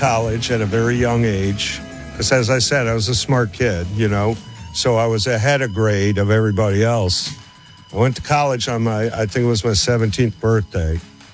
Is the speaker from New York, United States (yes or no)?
yes; New York, United States; You know, growing up in New York in a half Italian family, I was exposed to pepper flakes and pepperoncini and cherry peppers and things like that.